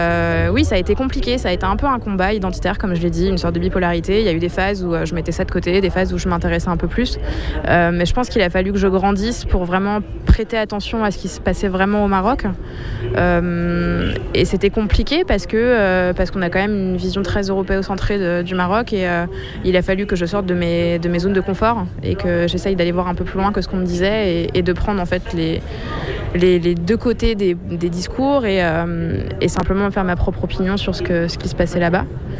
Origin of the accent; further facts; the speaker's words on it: Grand Est, France; Moi j'ai grandi en Champagne-Ardenne, donc grosse ruralité française, dans une famille qui s'appelle, enfin … donc quelque chose de très franco-français gaulois.